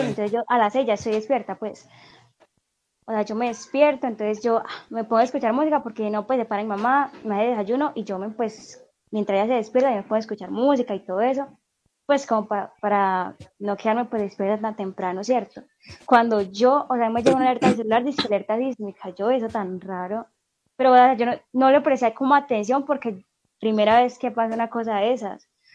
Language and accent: Spanish; Cali, Valle del Cauca, Colombia